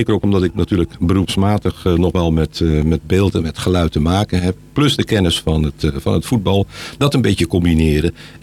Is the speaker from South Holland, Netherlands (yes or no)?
yes; Leiden, South Holland, Netherlands; born there; Ik ben geboren in Leiden.